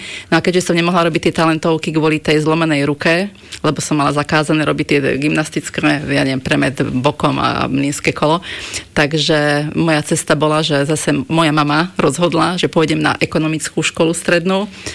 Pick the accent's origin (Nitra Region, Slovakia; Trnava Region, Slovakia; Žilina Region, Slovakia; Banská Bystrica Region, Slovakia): Banská Bystrica Region, Slovakia; pochádzam z Horehronia. Tam bola v podstate veľká nezamestnanosť, všetky podniky boli pozatvárané